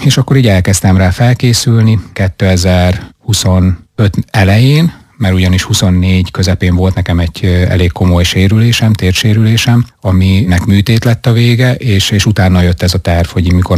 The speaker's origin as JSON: {"language": "Hungarian", "region": "Vojvodina", "country": "Serbia", "tie": "born or raised there", "moved": "as an adult", "lives_now": "Hungary", "said": "én határon túl születtem, Vajdaságban, ott is nőttem fel, ott érettségiztem, csak egyetemet kezdtem itt el Magyarországon."}